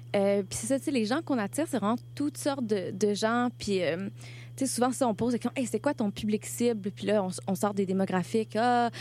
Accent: Quebec, Canada

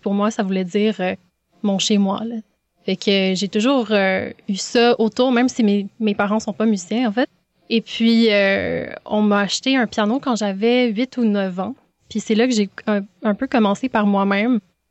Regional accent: Montreal, Quebec, Canada; accent: Québécois; also born or lived in Denmark; Je suis née au Danemark, mais j'ai grandi vraiment à Montréal. C'est pour ça que j'ai le gros accent québécois.

